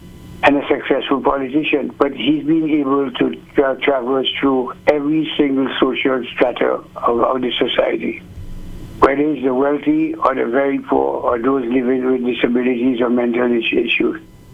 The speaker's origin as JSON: {"language": "English", "town": "Bridgetown", "region": "Saint Michael", "country": "Barbados", "also_born_or_lived": "Kingston, Jamaica", "said": "So I'm not from Oxford, Maxie. I'm from Bridgetown and Kingston."}